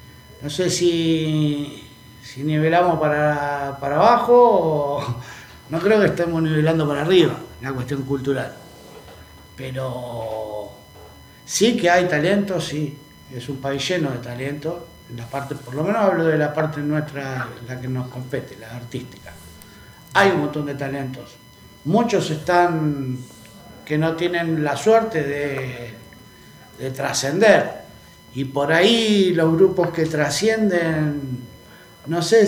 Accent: Quilmes, Buenos Aires Province, Argentina; venimos de una ciudad rockera. Nosotros somos de Quilmes

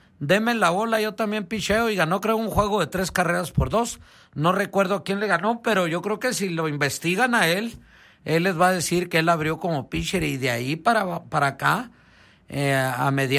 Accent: Delicias, Chihuahua, Mexico; born there

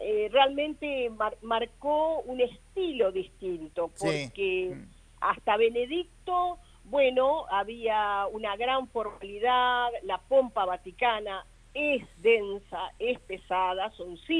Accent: Argentina

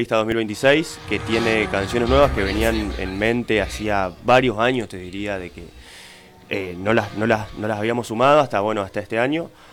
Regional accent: Reconquista, Santa Fe, Argentina; volver a encontrarnos con el público reconquistense

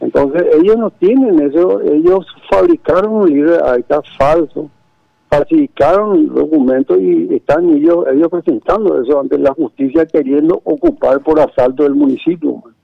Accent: Asunción, Paraguay; born there; yo nací en Asunción, puedo haber nacido en Caguazú, en Ciudad del Este, en donde sea, pero soy paraguayo

